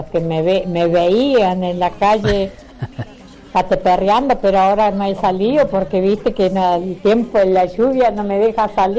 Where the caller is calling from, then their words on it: Junín de los Andes, Neuquén, Argentina; mi pueblo Junín de los Andes